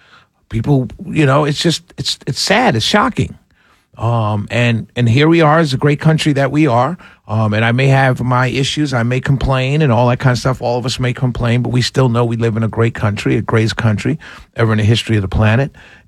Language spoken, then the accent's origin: English; New York City, New York, United States; And so I grew up in New York City.